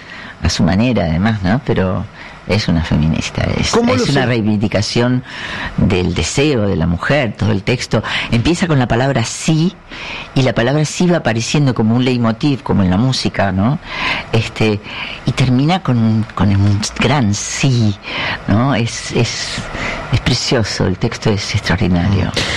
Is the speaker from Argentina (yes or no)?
yes; Argentina